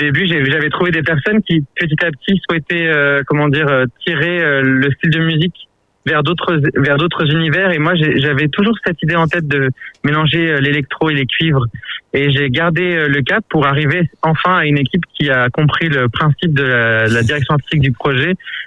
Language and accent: French; Grenoble, Auvergne-Rhône-Alpes, France; nous, on vient de Grenoble